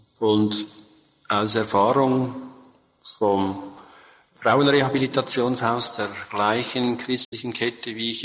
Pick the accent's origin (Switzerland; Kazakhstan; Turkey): Switzerland; Bei uns in der Schweiz gibt es eine ganze Palette, hier wahrscheinlich auch, oder?